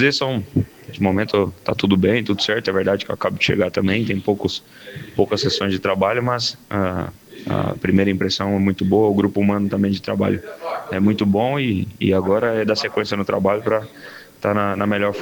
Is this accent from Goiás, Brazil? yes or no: yes; Goiás, Brazil; moved away; also born or lived in Spain / Croatia; Sou goiano. Fui para a Espanha em 2015. Fiquei 10 anos na Espanha, um ano na Croácia e hoje estou de volta.